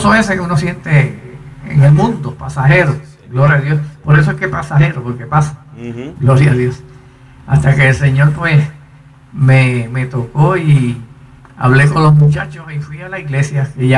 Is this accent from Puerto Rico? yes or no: yes; Ponce, Puerto Rico; now in Adjuntas, Puerto Rico; Yo soy ponceño en sí.